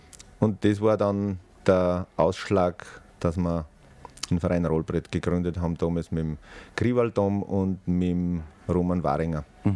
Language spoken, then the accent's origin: German; Kuchl, Salzburg, Austria; now in Salzburg, Austria; ich bin am Land aufgewachsen, in Kuchl, um genau zu sein, und bin dann in die Stadt gekommen